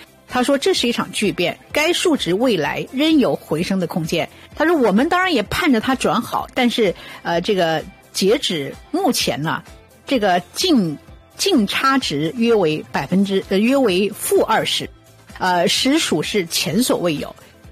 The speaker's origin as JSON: {"language": "Chinese", "country": "Canada"}